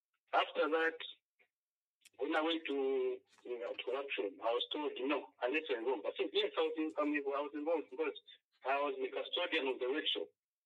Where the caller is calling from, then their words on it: Mufulira, Copperbelt, Zambia; Mufulira. I'm Mufulira.